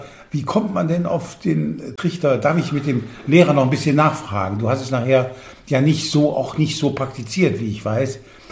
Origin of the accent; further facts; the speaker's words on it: Bordenau, Lower Saxony, Germany; Ich weiß, ich komme aus Bordenau, Scharnhorst und so weiter.